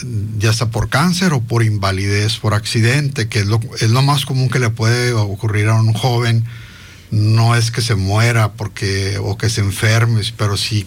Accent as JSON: {"language": "Spanish", "town": "Hermosillo", "region": "Sonora", "country": "Mexico", "tie": "born there", "said": "Yo nací en Hermosillo, Sonora. Y nací en Hermosillo, Sonora. Mi mamá es de Hermosillo, Sonora."}